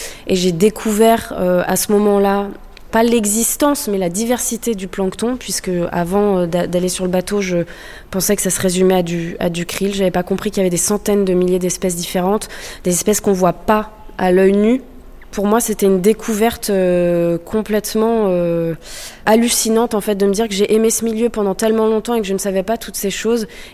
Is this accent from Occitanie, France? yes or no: no; Brittany, France; now in Saint-Malo, France